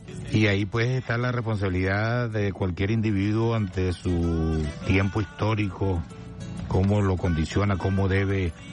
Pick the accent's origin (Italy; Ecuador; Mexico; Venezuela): Venezuela; Mantecal, Apure; cerquita de Mantecal. Es tu pueblo, que es mi pueblo, a 200 kilómetros de San Fernando